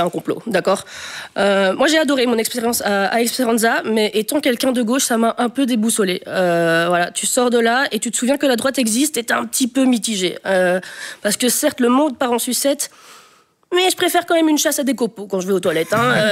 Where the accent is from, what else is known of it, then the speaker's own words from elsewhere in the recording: Namur, Wallonia, Belgium; Moi, je suis d'Amiroise